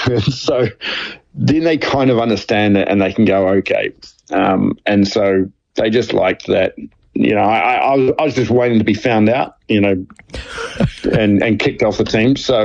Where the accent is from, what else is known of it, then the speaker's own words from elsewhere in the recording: New Zealand; moved away; being a New Zealander